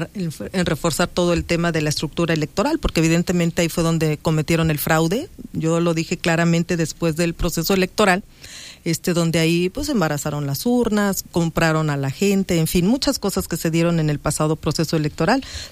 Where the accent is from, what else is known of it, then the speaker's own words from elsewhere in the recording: Cuautla, Morelos, Mexico; moved away as an adult; now in Cuernavaca, Mexico; yo soy originaria de Cuautla, tengo una residencia de más de 20 años en Cuernavaca